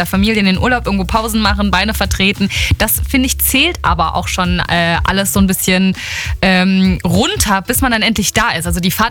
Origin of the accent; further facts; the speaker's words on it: Hesse, Germany; Ich komme ja aus Hessen